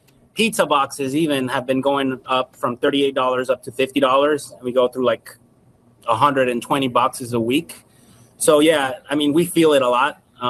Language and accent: English; New York, United States; now in Huntsville, United States; We're originally from New York.